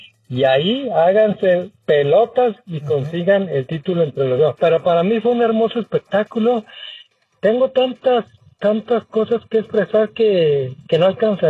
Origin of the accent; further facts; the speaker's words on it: Mexico; Y como mexicano se los digo, lo que vivió México en el Mundial solo es parte de una mentira más